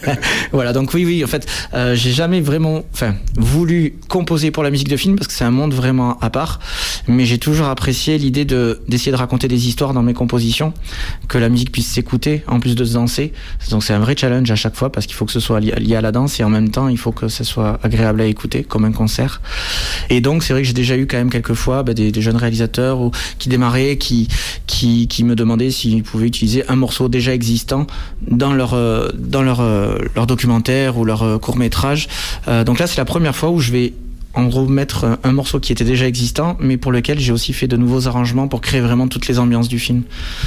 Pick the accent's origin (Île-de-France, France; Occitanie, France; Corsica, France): Occitanie, France; Toulouse; Ouais, parce que moi je viens de Toulouse